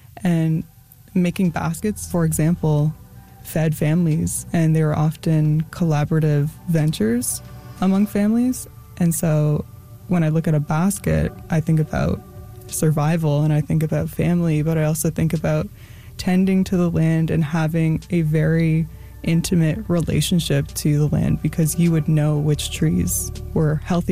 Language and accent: English; Tobique First Nation, New Brunswick, Canada; and I'm from Ngutgook, or Tobik First Nation, in New Brunswick.